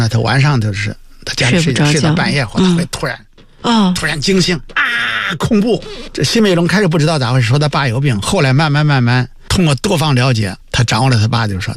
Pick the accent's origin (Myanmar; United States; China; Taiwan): China